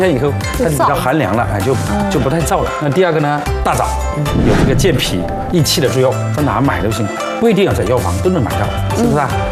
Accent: Jilin, China; 我来自于这个长白山哈，长白山脚下这个工作了三十年

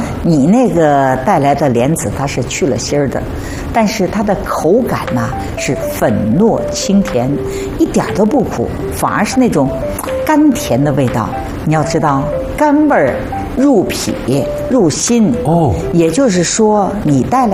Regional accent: southern China, China; 我们是南方人，我们那有鲜百合

